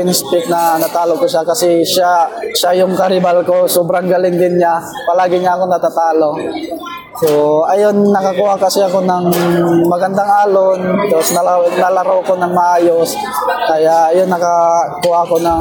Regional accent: Siargao, Surigao del Norte, Philippines; Ako sa Siargao Island.

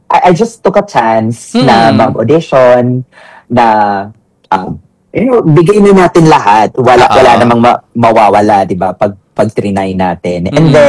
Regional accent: Cebu, Central Visayas, Philippines; I was the very first and for now, the only Cebuana Rue girl.

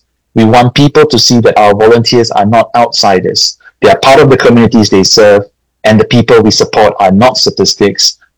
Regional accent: Malaysia; I'm originally from Malaysia.

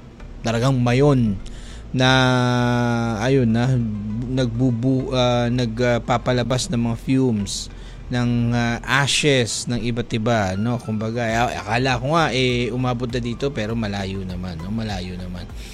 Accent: Mindanao, Philippines; One of my fascination being a Muslim, being a Filipino Muslim, being a Maranao, na tila baga, uy, grabe ah.

